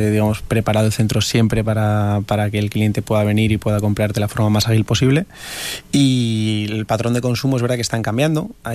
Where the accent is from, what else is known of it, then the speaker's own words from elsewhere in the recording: Navarre, Spain; particularmente como navarro que soy